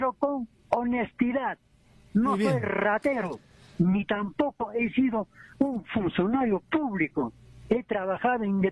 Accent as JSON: {"language": "Spanish", "country": "Peru", "said": "yo digo como ciudadano peruano, no me voy a escaparme, no me voy a otro sitio"}